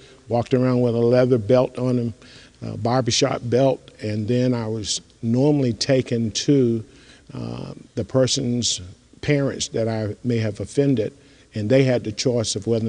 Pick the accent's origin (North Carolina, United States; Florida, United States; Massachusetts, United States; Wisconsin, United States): North Carolina, United States; Roanoke Rapids; I grew up in North Carolina.